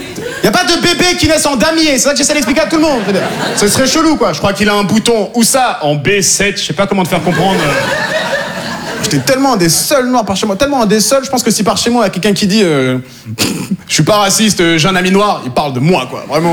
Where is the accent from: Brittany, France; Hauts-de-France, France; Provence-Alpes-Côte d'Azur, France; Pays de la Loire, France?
Pays de la Loire, France; La Barre-de-Monts; born there; also born or lived in Normandy; J'étais là, ben, 110 avenue de l'Estacade, 85 550, la barre de Montfromentine.